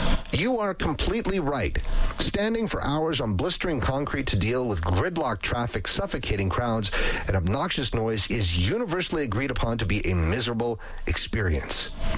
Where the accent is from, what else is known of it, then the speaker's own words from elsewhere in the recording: Lloydminster, Canada; Yeah, I like the small town. I'm from Lloyd, and I like the small town parades